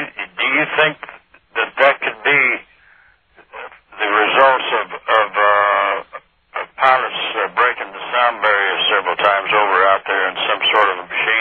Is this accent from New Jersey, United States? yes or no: no; Bakersfield, California, United States; born there; I was I was born in Bakersfield, and I started coming to Vegas as early as about 1953, and worked there and lived there for one year, 61 to 62